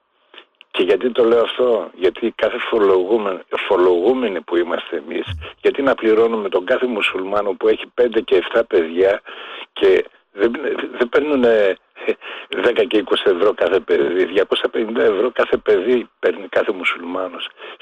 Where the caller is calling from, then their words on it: Germany; από Γερμανία.